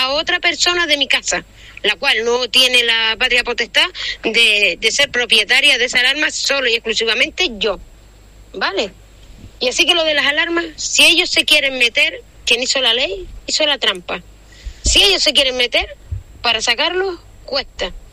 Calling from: Valsequillo, Spain; Soy de Valsequillo

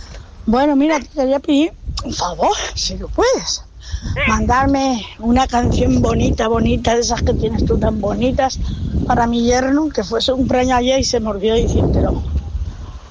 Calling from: Casa Pastores, Canary Islands, Spain; de Casa Pastores

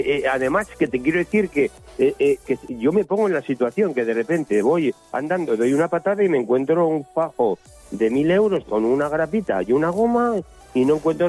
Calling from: Pamplona, Navarre, Spain; Un besito desde Pamplona y Iruña, y que estéis invitados a mis fiestas y a mi tierra.

